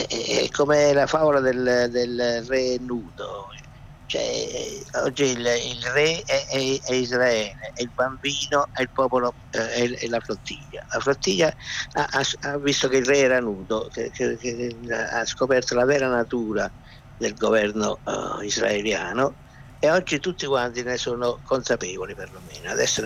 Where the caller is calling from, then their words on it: Naples, Campania, Italy; da Napoli.